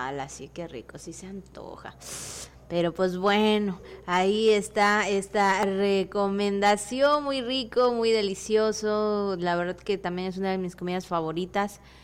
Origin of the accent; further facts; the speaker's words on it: Mexico; estamos en México. Y somos, todos los días somos mexicanos, claro.